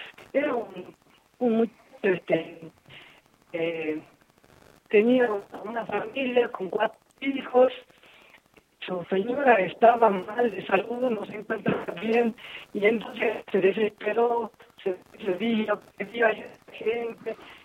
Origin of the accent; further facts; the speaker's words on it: Nazareno, Salta, Argentina; soy de Nazareno, localidad Nazareno, el departamento Santa Victoria, provincia de Salta.